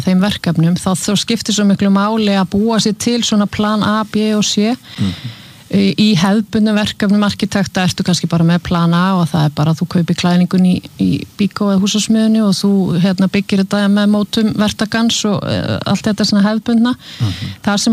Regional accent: Húsavík, Northeastern Region, Iceland; Já Ég er frá Húsavík fóreldra mínu frá Akureyri og Húsavík

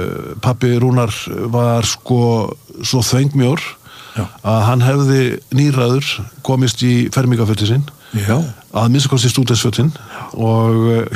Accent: Akureyri, Northeastern Region, Iceland; En sko, að alast upp á Akureyri á þessum tíma í öllum þessum snjóalögum var alveg gríðalegt ævintýri.

